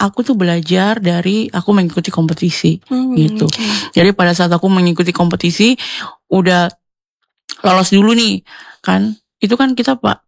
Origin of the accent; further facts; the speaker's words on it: Papua, Indonesia; Dan waktu itu aku Papua, istilahnya Indonesia Timur